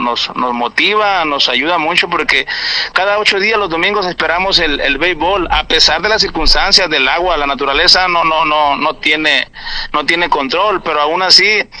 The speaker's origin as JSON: {"language": "Spanish", "region": "Nayarit", "country": "Mexico"}